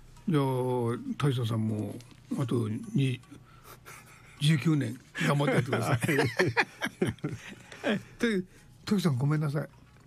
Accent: Toguchi, Kagoshima, Japan; 僕戸口なんですけど、うん、生まれも育ちもね、うん、よく戸口のあのまあムーハマって前浜、今、うん、ヤスムーハマって今もう護岸ができてないんですけどね、昔はずっと砂浜、砂浜でしたから

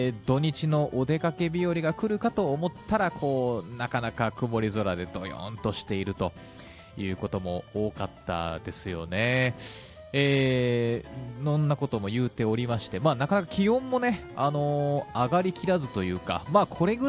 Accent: Nagoya, Aichi, Japan; 僕はあの地元が名古屋でございまして、名古屋の公立小学校はですね、まあ、大体京都奈良に、修学旅行に行くので

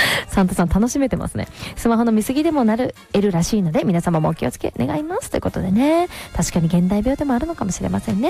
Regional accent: Nishinomiya, Hyogo, Japan; 我が地元兵庫県の西宮市にやってくるとのことで、 阪急西宮ガーデンズへ行きました。

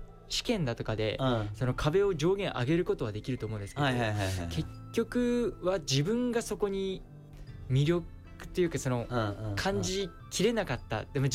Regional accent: Aichi, Japan; 地元が愛知県ですよね。

